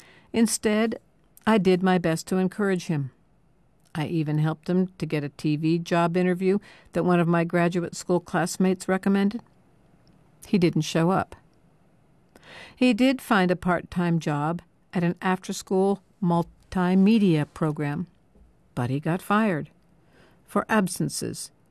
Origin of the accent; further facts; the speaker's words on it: Palm Springs, California, United States; moved away; my hometown newspaper, the Desert Sun, in Palm Springs